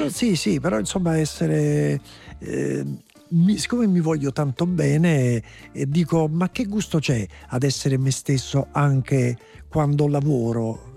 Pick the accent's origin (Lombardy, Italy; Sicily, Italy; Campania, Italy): Campania, Italy; Naples; io essendo l'unico, per quanto giovane, ma l'unico napoletano del cast, ero l'unico a cui mi rivolgesse un saluto più simpatico degli altri.